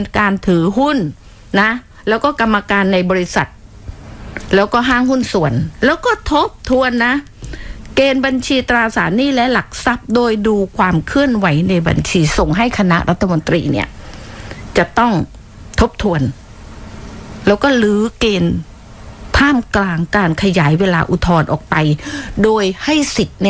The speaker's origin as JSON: {"language": "Thai", "region": "Southern Thailand", "country": "Thailand", "said": "เราเป็นคนใต้นี้นะ"}